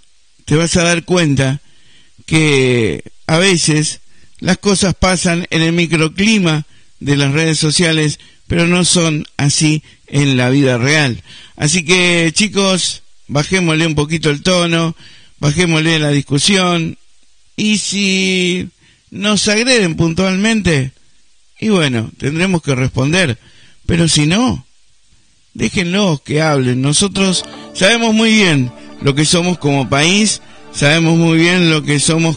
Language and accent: Spanish; Argentina